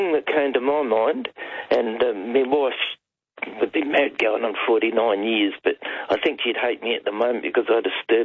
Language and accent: English; Adelaide, South Australia, Australia; I grew up down near Glenelg Way. I don't know whether you know Adelaide.